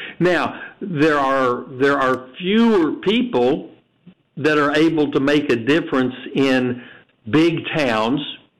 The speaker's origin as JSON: {"language": "English", "town": "Lexington", "region": "Kentucky", "country": "United States", "tie": "born there", "also_born_or_lived": "Daviess County, Kentucky / Mercer County, Kentucky", "moved": "as an adult", "lives_now": "Jessamine County, United States", "said": "I am a transplant from, I was born in Davis County, Kentucky, just outside of Owensboro. And at 11 years old, my family moved to Lexington, and I was raised there and lived there until, when I got married, we moved to Mercer County"}